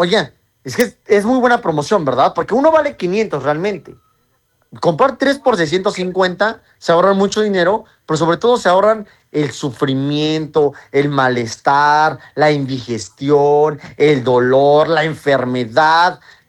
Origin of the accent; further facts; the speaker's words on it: Mexico; Así somos los mexicanos.